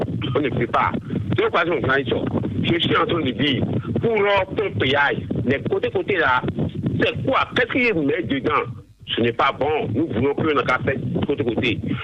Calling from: Ouidah, Atlantique, Benin; Je vous appelle de Ouida Kati Stokbadi.

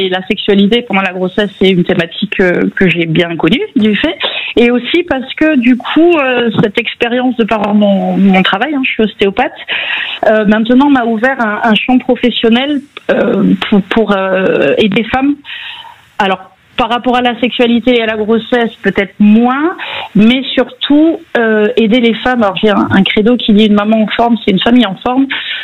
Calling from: Nouvelle-Aquitaine, France; comme je viens du Pays Basque, le coffret piment m'a fait beaucoup rire.

